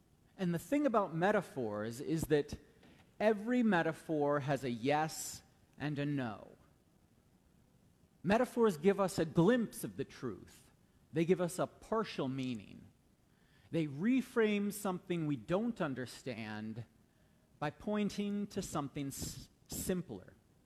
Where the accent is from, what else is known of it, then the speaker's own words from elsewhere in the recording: Ohio, United States; I grew up in Ohio, and my wife grew up in North Dakota.